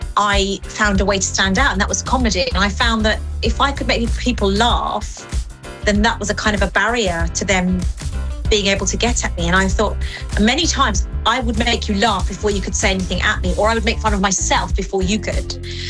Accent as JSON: {"language": "English", "country": "United Kingdom", "tie": "born there", "second_language": "English", "said": "My parents immigrated here over to the UK, and it was really difficult at school. I didn't speak any English."}